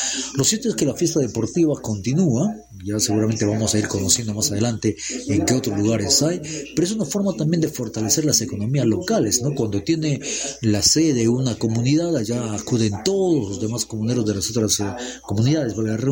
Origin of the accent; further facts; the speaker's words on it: Lamas, San Martín, Peru; yo soy de Lamas